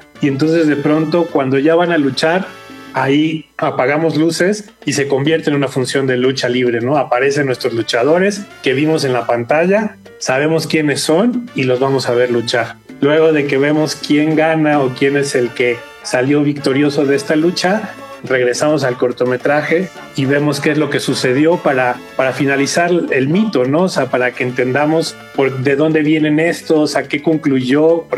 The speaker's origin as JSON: {"language": "Spanish", "country": "Mexico", "said": "importantes para la cultura mexicana y que nos representan muy bien ante todo el mundo y que nos orgullece como mexicanos"}